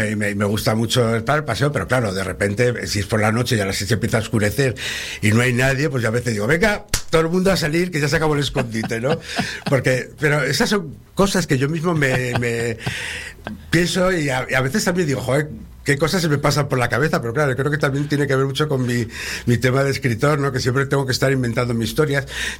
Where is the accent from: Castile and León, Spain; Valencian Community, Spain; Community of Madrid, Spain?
Castile and León, Spain; León; Yo soy de León, es decir, que también lo tengo relativamente cerca, tenemos las médulas, tenemos los picos de Europa